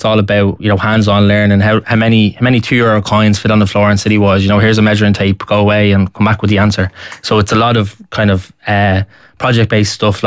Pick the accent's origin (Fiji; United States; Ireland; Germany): Ireland; Dublin, Leinster; I grew up in Talla. My man and I are both Talla heads, and we grew up kind of in an area just kind of West Talla, just on the periphery of Jobstown.